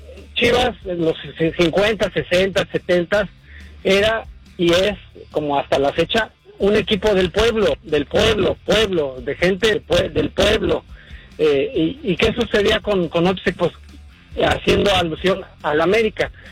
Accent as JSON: {"language": "Spanish", "region": "Mexico City", "country": "Mexico", "tie": "born or raised there", "said": "yo, de chavito, por la cuestión, yo soy de la Ciudad de México, por vivir en el centro y todo"}